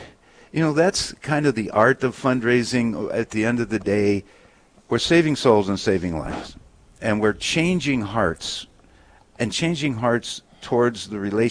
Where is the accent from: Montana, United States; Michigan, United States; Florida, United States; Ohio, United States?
Montana, United States; also born or lived in Beach, North Dakota; I don't know how far you want to go back, Karen, but I was born in Beach, North Dakota, raised in Weeble, Montana. Neither community claims me anymore.